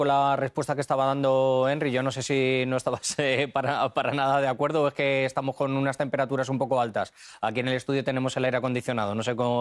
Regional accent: Spain; que yo soy español, o sea que...

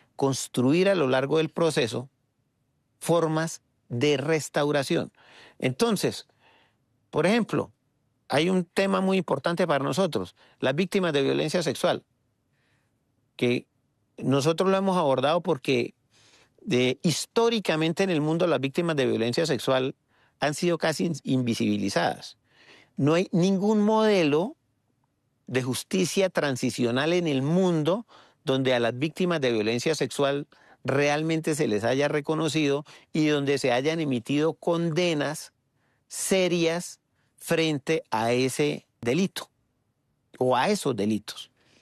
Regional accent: Colombia; quiero como colombiano

